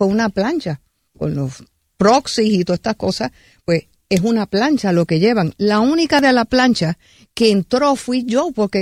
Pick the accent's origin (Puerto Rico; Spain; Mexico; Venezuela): Puerto Rico; Yauco; Yo vengo de Yauco, en donde todos los problemas se resuelven en poco tiempo y caminando.